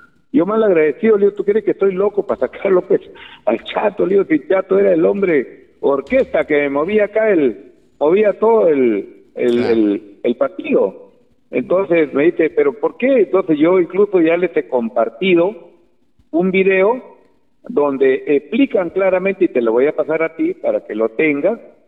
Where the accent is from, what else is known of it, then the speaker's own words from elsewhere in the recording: Olmos, Lambayeque, Peru; moved away; Yo soy consciente de que era la oportunidad de volver y estoy nuevamente en mi pueblo. O sea, yo voy y vengo porque tengo mi casa aquí en Olmos. El año 2022 hice mi casa